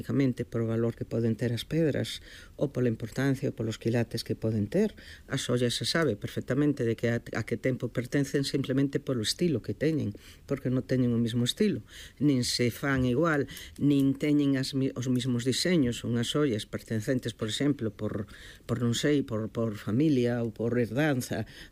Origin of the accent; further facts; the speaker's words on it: Santiago de Compostela, Galicia, Spain; porque non son de Vigo, son de Santiago, e entón mellor por eso.